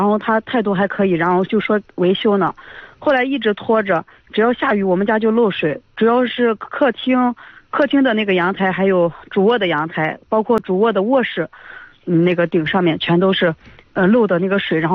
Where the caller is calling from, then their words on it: Yuncheng, Shanxi, China; 我是山西运城。